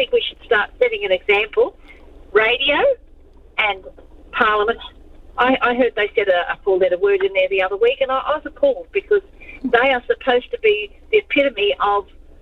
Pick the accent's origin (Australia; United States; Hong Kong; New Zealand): Australia; migrants, but I'm an Aussie first, and so should they be.